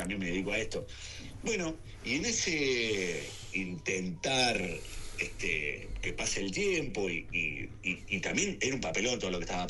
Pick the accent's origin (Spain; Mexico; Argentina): Argentina; Rosario, Santa Fe; a mí por lo menos me remite a mi infancia en Rosario